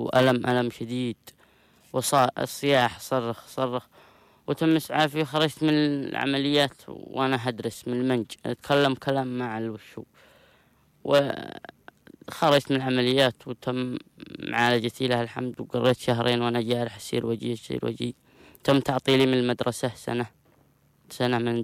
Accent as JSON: {"language": "Arabic", "town": "Sirwah", "region": "Marib", "country": "Yemen", "tie": "born there", "said": "عمري 17 سنة، من مواليد صرواح، أدرس في الصف الثامن"}